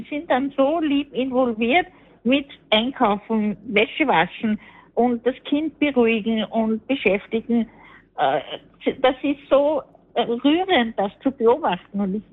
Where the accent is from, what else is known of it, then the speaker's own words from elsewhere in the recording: Salzburg, Austria; born there; now in Mödling, Austria; ich bin stolze, gebürtige Salzburgerin.